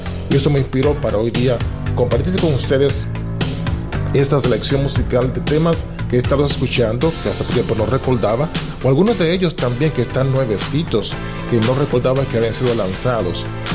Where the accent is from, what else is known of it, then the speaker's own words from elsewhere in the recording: Dominican Republic; moved away; estoy transmitiendo de forma remota en República Dominicana, y recuerdo que estando creciendo aquí en República Dominicana